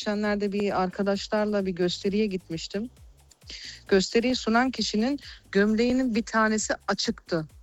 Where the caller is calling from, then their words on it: Frankfurt, Hesse, Germany; Frankfurt'tan arıyorum.